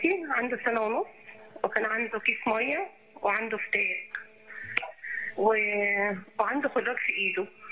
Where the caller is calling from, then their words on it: Qalyubia, Egypt; أنا من القليوبية يا أستاذ هنا.